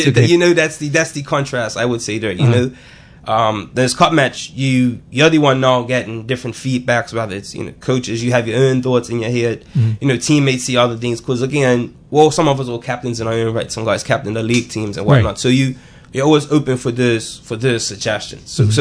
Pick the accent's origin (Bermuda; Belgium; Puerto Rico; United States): Bermuda; St. George's; being born and raised in St. George's.